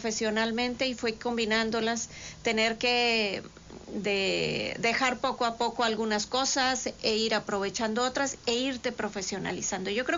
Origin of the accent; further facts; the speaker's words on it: Río Bravo, Tamaulipas, Mexico; soy originaria de Río Bravo